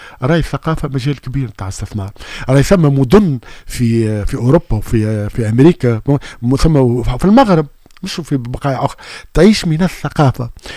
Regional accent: Tunisia

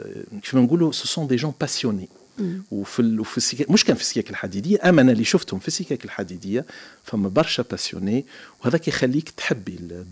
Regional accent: Gafsa, Gafsa Governorate, Tunisia; moved away as an adult; احنا خارجين من قفصة عندنا معناتها فرق كبير بكل صراحة في العادات، حتى في طريقة الكلام.

